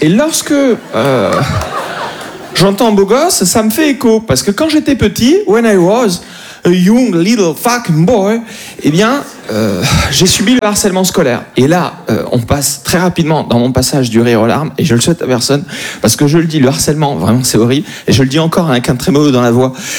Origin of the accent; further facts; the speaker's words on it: Corsica, France; Donc moi, sur le papier, je suis corse juif.